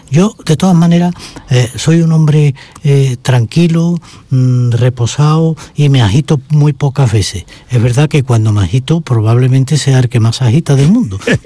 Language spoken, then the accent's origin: Spanish; Seville, Andalusia, Spain; yo me siento muy sevillano y encantado de ser andaluz.